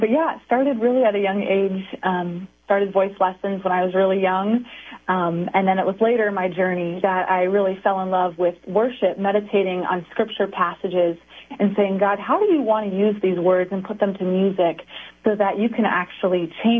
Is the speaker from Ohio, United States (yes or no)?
yes; Columbus, Ohio, United States; moved away as an adult; So like you said, Michelle, I grew up in Columbus, Ohio.